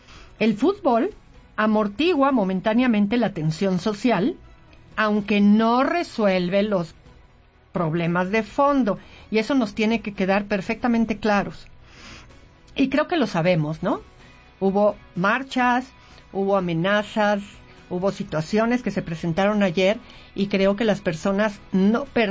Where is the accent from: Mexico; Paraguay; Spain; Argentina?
Mexico; Somos mexicanos y mexicanas.